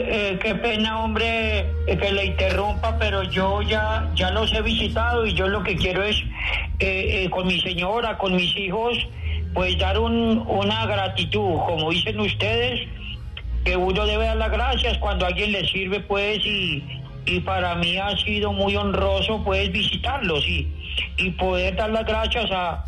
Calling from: La Ceja, Antioquia, Colombia; yo soy de La Ceja

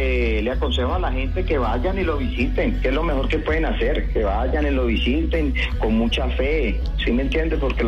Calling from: Cali, Valle del Cauca, Colombia; yo soy de Cali.

